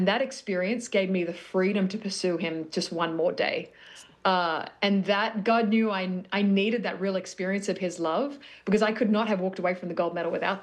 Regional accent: Australia; You know, as an Australian, I was involved in everything, but it was rugby sevens that caught my heart in the end.

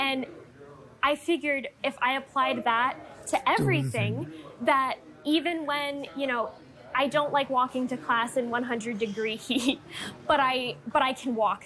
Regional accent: San Antonio, Texas, United States; I'm originally actually from San Antonio, Texas.

